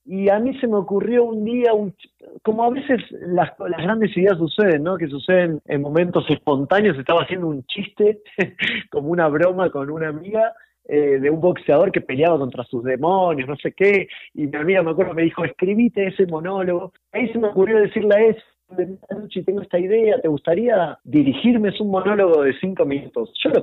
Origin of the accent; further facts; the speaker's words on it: Argentina; accent: Argentine; now in Mexico; yo soy argentino, ya te habrás dado cuenta por el acento